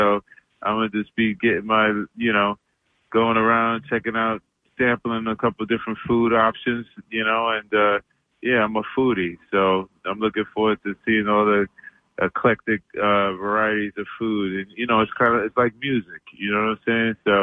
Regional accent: New York City, New York, United States; I grew up in New York City, which is, you know, New York City is an eclectic city, a variety of music and food and everything.

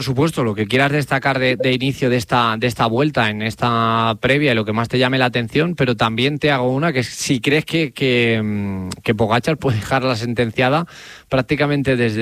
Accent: Granada, Andalusia, Spain; Yo, como digo, para mí es muy especial, evidentemente, verla por mi tierra, verla terminar en la Alhambra, verla terminar en Granada

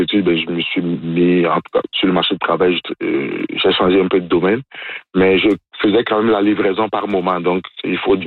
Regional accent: Benin; je connaissais pas la poutine dans mon pays d'origine, qui est le Bénin.

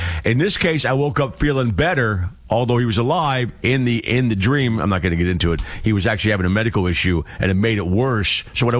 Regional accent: United States; as an American point of view

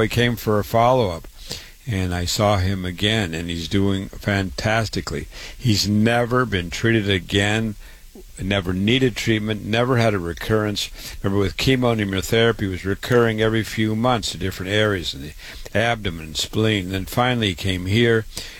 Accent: Waterloo, Iowa, United States; born and raised in Waterloo, Iowa, went to public school, university, medical school, real doctor, MD at 25

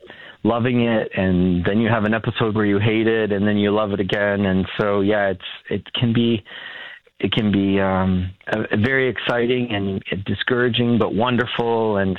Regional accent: Coldwater, Ontario, Canada; I grew up near Coldwater, which is where I still live. I'm just south of Midland. But, you know, I was raised on a farm, and so we had sheep and cattle and pigs.

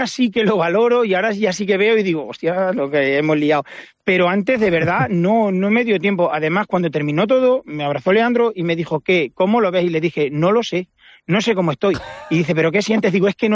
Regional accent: El Puente del Arzobispo, Castilla-La Mancha, Spain; Yo soy nacido y criado en Puente del Arzobispo, no me quería mover de ahí.

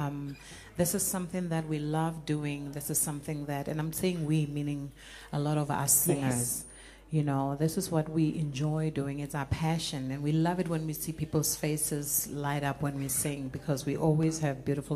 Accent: South Africa; first language Sepedi; English is a second language; It's my mother tongue. I've become alive. I think I express myself best when I sing in a language that I grew up speaking.

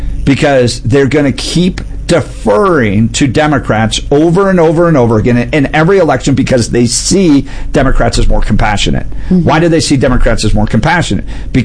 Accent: Colorado, United States; I grew up in Colorado.

